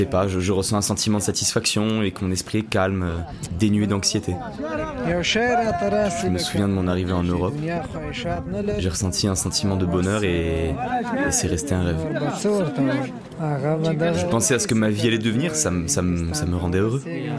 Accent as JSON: {"language": "French", "region": "Kabul", "country": "Afghanistan", "said": "je suis originaire de Kaboul en Afghanistan. J'étais chauffeur routier."}